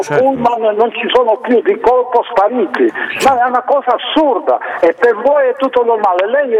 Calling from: Genoa, Liguria, Italy; io sono a Genova dal 65

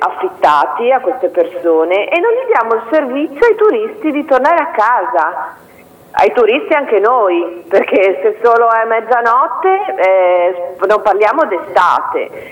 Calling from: Genoa, Liguria, Italy; io sono da Righi

